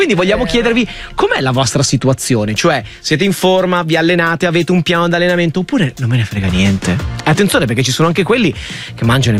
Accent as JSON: {"language": "Italian", "region": "Veneto", "country": "Italy", "said": "qua da Veneto"}